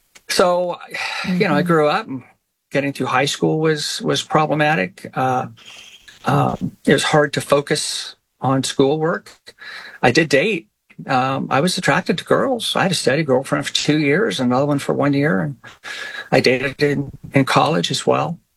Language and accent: English; Midwest, United States; I was just a typical boy growing up in the Midwest in the 1960s.